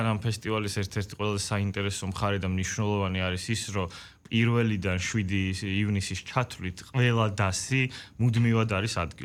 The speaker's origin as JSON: {"language": "Georgian", "town": "Poti", "region": "Samegrelo-Zemo Svaneti", "country": "Georgia", "said": "აგერფოთიდან მოვდივარ და ისევ არ გვაქვს ახალი შენობა"}